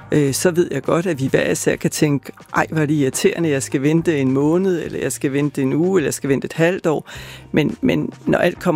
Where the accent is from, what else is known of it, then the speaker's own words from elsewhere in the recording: Bornholm, Capital Region of Denmark, Denmark; Og så er vi som Bornholmer virkelig, virkelig taknemmelige.